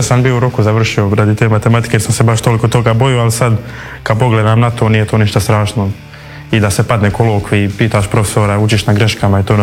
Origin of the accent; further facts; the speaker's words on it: Dubrovnik, Dubrovnik-Neretva County, Croatia; ja sam tu iz Dubrovnika